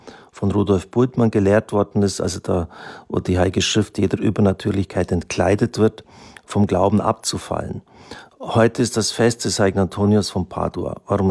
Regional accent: Bavaria, Germany; Maria Vesperbild würde ich tatsächlich so unterstreichen. Das ist ungefähr 15 Kilometer von dem Ort, wo ich aufgewachsen bin, entfernt.

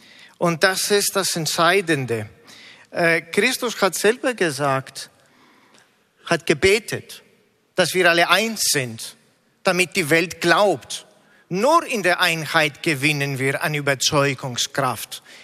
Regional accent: Greece; moved away as an adult; now in Germany; Also ich bin in Griechenland geboren und aufgewachsen. 97% der Bevölkerung sind orthodoxe Christen.

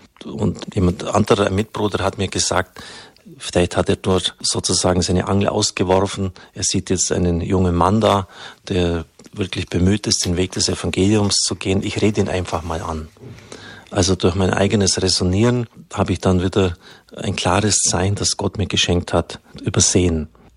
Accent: Bavaria, Germany; Das war eine ländliche Idylle, ungefähr 25 Kilometer südwestlich von Augsburg bin ich aufgewachsen.

